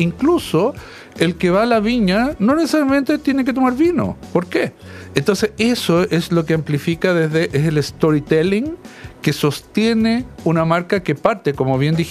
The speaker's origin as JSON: {"language": "Spanish", "country": "Chile"}